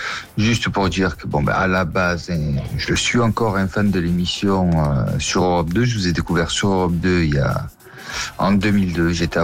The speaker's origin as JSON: {"language": "French", "town": "Marseille", "region": "Provence-Alpes-Côte d'Azur", "country": "France", "tie": "born there", "said": "Il faut savoir que je suis né dans les années 80 à Marseille."}